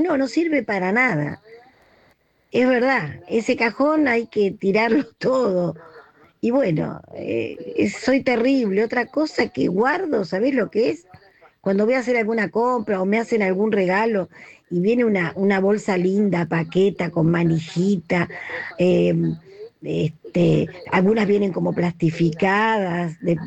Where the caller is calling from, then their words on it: Buenos Aires, Argentina; de Colegiales.